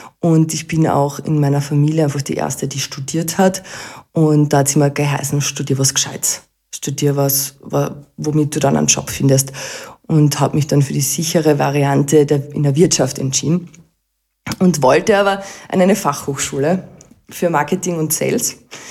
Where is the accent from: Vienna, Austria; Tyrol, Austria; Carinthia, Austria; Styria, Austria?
Carinthia, Austria; Ich komme ursprünglich aus dem schönen Lofental. Mein Herz auch hin und wieder im Dialekt und bin dort zur Schule gegangen, also Volksschule, dann Hauptschule und dann dementsprechend höhere Lehranstalt für wirtschaftliche Berufe